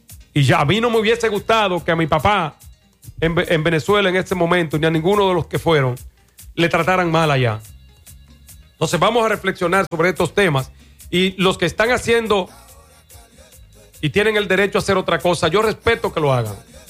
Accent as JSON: {"language": "Spanish", "country": "Dominican Republic", "said": "nuestros deberes como dominicanos, como ciudadanos"}